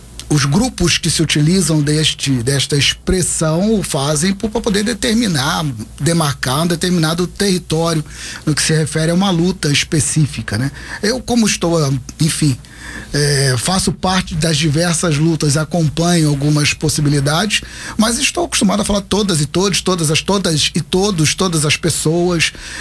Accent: Rio de Janeiro, Brazil; accent: carioca; Eu sou da capital, eu sou da zona oeste do Rio de Janeiro, sou de Campo Grande.

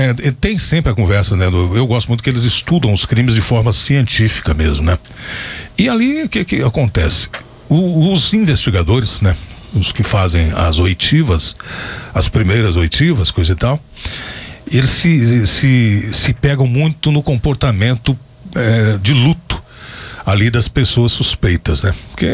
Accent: Rio de Janeiro, Brazil; born there; você tem muito mais sotaque de carioca do que eu que nasci em Copacabana, no Rio de Janeiro.

